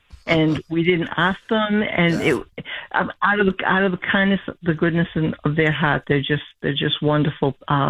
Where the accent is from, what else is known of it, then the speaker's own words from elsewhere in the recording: Boston, Massachusetts, United States; moved away as an adult; now in Brockton, United States; And I'm originally from, I grew up in Brighton